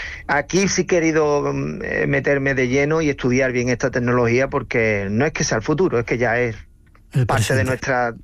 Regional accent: Barbate, Andalusia, Spain; Yo soy de Barbate, y entonces pues es el cumpleaños de él y nos llama a nosotros porque quería escuchar flamenco, sí.

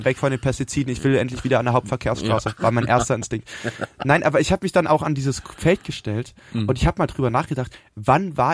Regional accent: Berlin, Germany; Das Leben als Berliner ist einfach schwer, wenn man so von ganz Deutschland gehasst wird.

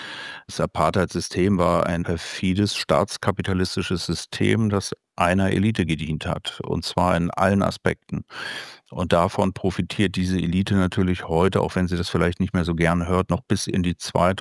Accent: East Germany, Germany; als Ostdeutscher

